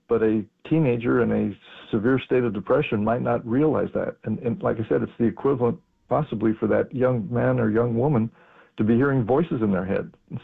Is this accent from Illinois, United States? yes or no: no; New Mexico, United States; In my home state of New Mexico